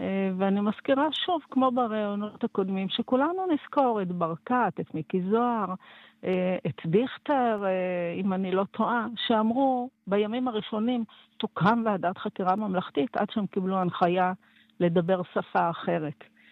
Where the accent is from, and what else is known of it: Southern District, Israel